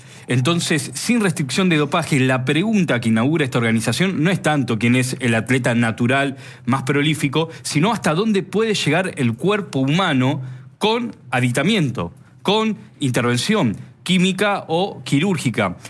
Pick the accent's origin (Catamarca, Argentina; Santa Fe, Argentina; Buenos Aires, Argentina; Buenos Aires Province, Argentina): Santa Fe, Argentina; Rosario; soy rosarino.